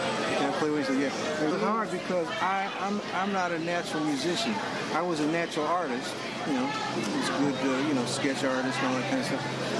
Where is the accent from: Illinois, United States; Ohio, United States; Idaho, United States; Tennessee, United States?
Illinois, United States; Chicago; also born or lived in Indianapolis, United States; and I'm from the Midwest. I was born in Indianapolis, grew up around Chicago